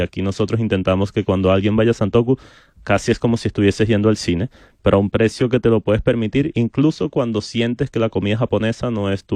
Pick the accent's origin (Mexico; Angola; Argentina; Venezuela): Venezuela; moved away; soy de Venezuela, emigrante.